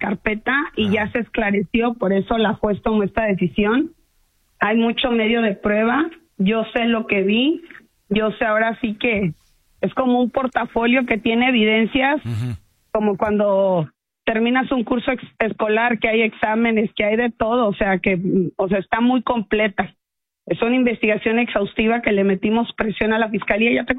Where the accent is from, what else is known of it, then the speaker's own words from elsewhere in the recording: Ciudad Mante, Tamaulipas, Mexico; Yo estoy a tres horas, yo soy de Ciudad Mante.